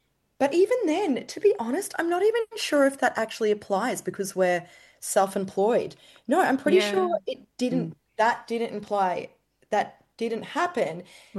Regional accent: Brisbane, Queensland, Australia; We come from Brisbane

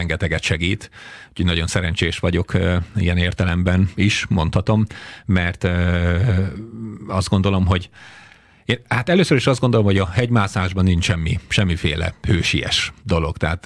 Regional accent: Békéscsaba, Békés, Hungary; Igen, kifejezetten nagyon is sík volt a szülő otthonom, illetve hát ugye Békéscsabán születtem, úgyhogy a táj, amit az első éveim során megismertem, ott sok dombot nem láttam, legfeljebb a körösöknek a körgátját.

